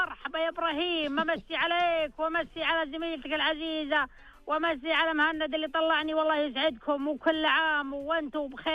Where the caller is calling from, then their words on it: Al-Aflaj, Riyadh Province, Saudi Arabia; من الأفلاج،